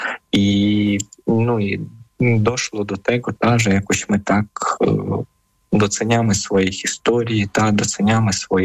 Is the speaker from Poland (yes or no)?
no; Ukraine; Polish is a second language; No chyba, że jesteśmy Ukraińcami, że Ukrainiec to super